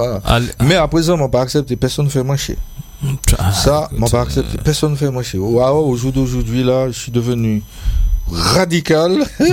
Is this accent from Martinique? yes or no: yes; Sainte-Anne, Martinique; je suis de Sainte-Anne